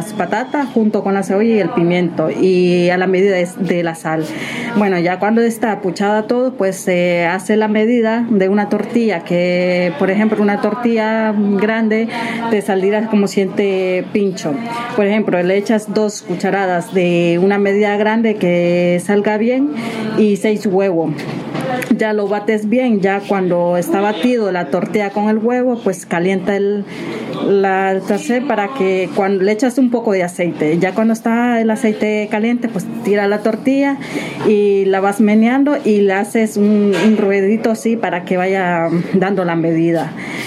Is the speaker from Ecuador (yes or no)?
no; Nicaragua; now in San Sebastián, Spain